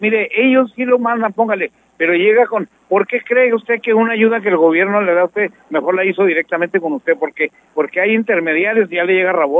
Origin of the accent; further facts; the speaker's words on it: Mexico; somos mexicanos